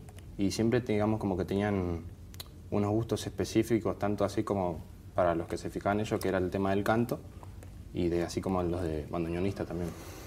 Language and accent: Spanish; Isidro Casanova, Buenos Aires Province, Argentina; Yo soy del municipio de La Matanza, de la localidad de Isidro Casanova.